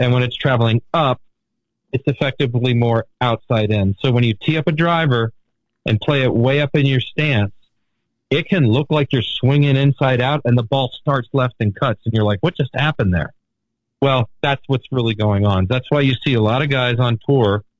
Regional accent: Baltimore, Maryland, United States; born there; Okay, so anyway, I was born in Baltimore. That makes me a Baltimorean.

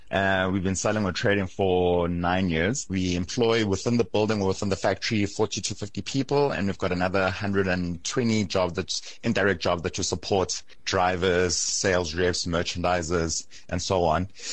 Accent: South Africa; South Africa has some of the best natural produce, whether it's our fruits, our wines, our meats.

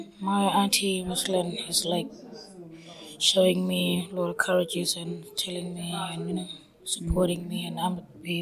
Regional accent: Yalata, South Australia, Australia; I'm from Yolladda Aboriginal community, and I was born in Port Augusta Hospital and went back home.

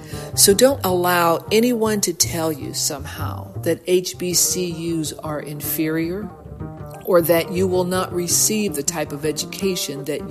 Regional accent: Wilberforce, Ohio, United States; I was a local, as I grew up in Wilberforce, Ohio

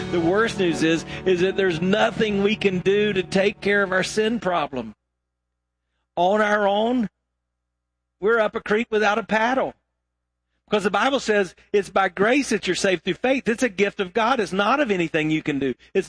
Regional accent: South Carolina, United States; And by the way, I grew up in South Carolina, and the Tigers who are playing here in Tampa, I've been cheering for them since I was a little boy.

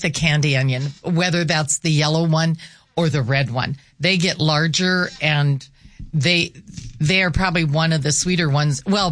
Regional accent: Walla Walla, Washington, United States; I grew up in Walla Walla

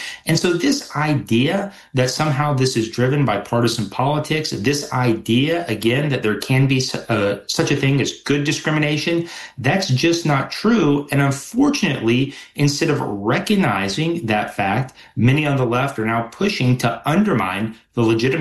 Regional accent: Florida, United States; My home state for Florida, for instance, has very specific requirements about the compactness of the districts

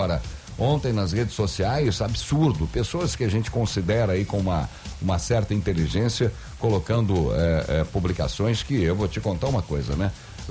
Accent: Brazil; sou brasileiro, vou torcer pro Brasil

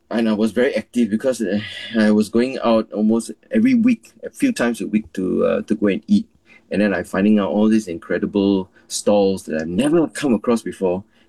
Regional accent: Singapore

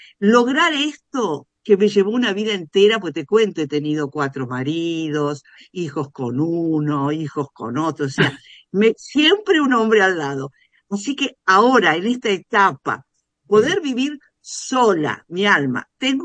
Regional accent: Uruguay; fui seleccionada para las Olimpiadas Internacionales de Arte como única uruguaya

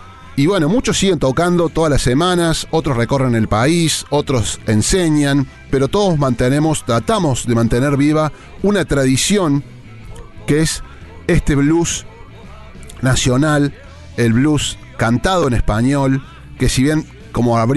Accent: Villa María, Córdoba, Argentina; moved away as an adult; now in Córdoba, Argentina; Yo soy de Villa María, me vine a estudiar diseño gráfico, me recibí, me secuestraron, sí. Y me enamoré de la música que había en Córdoba.

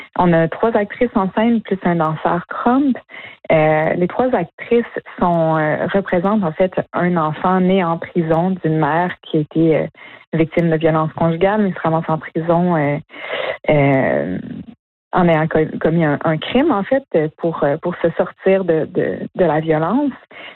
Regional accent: Quebec, Canada; Parce que le français, même si c'est ma langue première, j'ai toujours senti que c'était pas ma langue. Ma langue, l'Inuaimun, je le parle pas.

